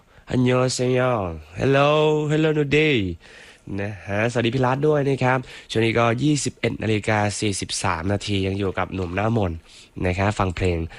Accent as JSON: {"language": "Thai", "region": "Chaiyaphum", "country": "Thailand", "said": "ผมก็คนโคราชเหมือนกันไม่ใช่เดี๋ยวผมคนชัยภูมิ"}